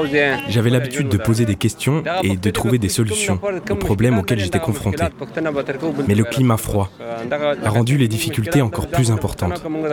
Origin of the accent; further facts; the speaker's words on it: Kapisa, Afghanistan; French is a second language; now in France; je suis originaire de la ville de Kapisa, en Afghanistan.